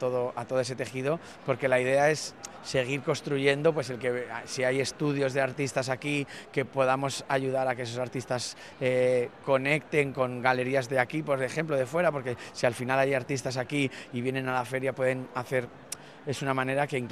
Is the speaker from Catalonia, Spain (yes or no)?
no; Madrid, Community of Madrid, Spain; Soy de Madrid, de Madrid.